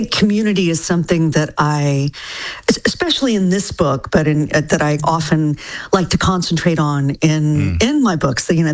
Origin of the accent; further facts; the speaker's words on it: Denton, Texas, United States; moved away; my hometown, which is Denton, Texas. But when I lived there, you know, it was very small. There was only one high school